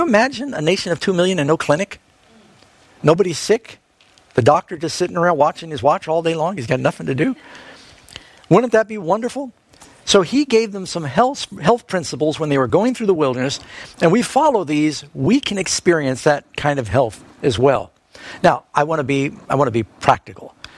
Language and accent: English; New York City, New York, United States; We'd wake up in the morning, and my brother and I, growing up in New York City, we'd kind of get ourselves breakfast